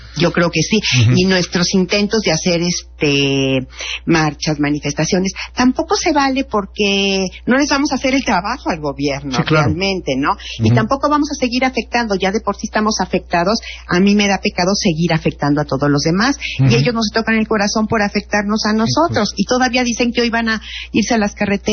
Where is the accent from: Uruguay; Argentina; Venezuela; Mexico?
Mexico; Y me siento como mexicana tan impotente.